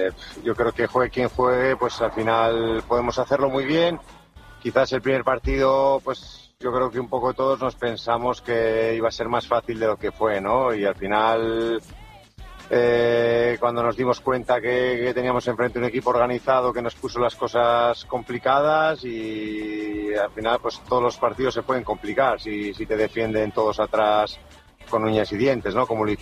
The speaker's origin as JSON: {"language": "Spanish", "region": "La Rioja", "country": "Spain", "said": "Somos los dos riojanos"}